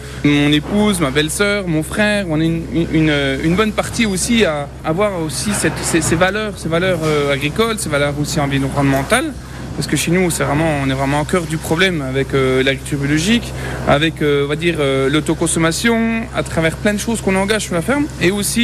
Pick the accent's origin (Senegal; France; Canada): France; Besançon, Bourgogne-Franche-Comté; Non, je suis né à Besançon, voilà.